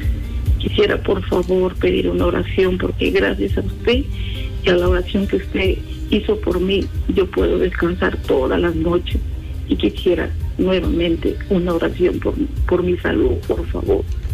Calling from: Chimbote, Ancash, Peru; Estoy llamando desde Chimbote.

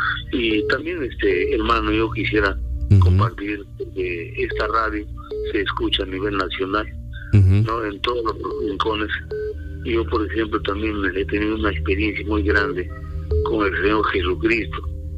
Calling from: Yarinacocha, Ucayali, Peru; Yo le estoy llamando de acá, de Yarinacocha, de Ucayali

